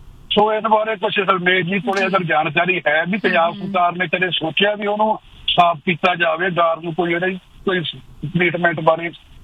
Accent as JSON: {"language": "Punjabi", "town": "Bela Dhian Singh", "region": "Punjab", "country": "India", "tie": "born or raised there", "said": "ਮੇਰਾ ਪਿੰਡ ਹੈਗਾ ਜੀ ਨੰਗਲ ਦੇ ਵਿੱਚ, ਜਿਹੜਾ ਗੋਬਿੰਦ ਸਾਗਰ ਝੀਲ ਤੋਂ ਦਰਿਆ ਨਿਕਲਦਾ ਸਤਲੁਜ, ਸਭ ਤੋਂ ਪਹਿਲਾ ਪਿੰਡ ਹੈ ਜੀ ਬੇਲਾ ਧਿਆਨ ਸਿੰਘ"}